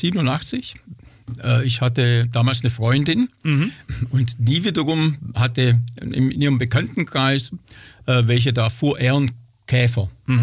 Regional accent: Schlierbach, Germany; ich komme aus Schlierbach

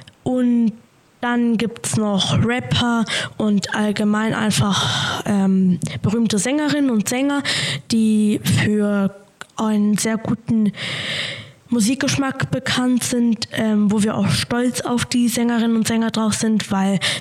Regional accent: Tbilisi, Georgia; now in Germany; Ich komme nämlich aus Georgien, der Hauptstadt besser gesagt, Tbilisi.

